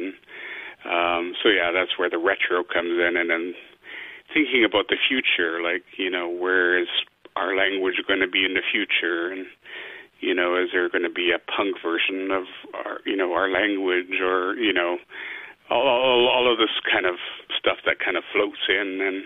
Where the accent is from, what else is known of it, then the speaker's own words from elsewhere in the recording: Vancouver, British Columbia, Canada; I was raised here in Vancouver, the youngest of 11 children. So, I became, I guess, very urbanized, and my elder siblings were taught the language and spoke the language